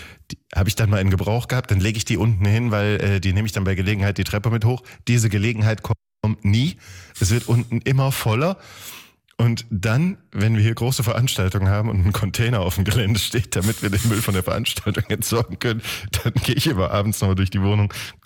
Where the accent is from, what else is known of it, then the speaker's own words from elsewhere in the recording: Wiesbaden, Hesse, Germany; Da sind wir aus Wiesbaden, aus der Stadt, aufs Land gezogen, weil wir einfach mehr Platz brauchten, so mit den Geschwistern und allem möglichen.